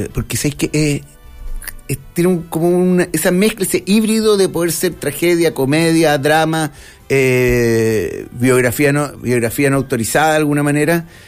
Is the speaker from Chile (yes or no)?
yes; Chile; nosotros supuestamente somos fome, los chilenos siempre decimos que somos apagados, grises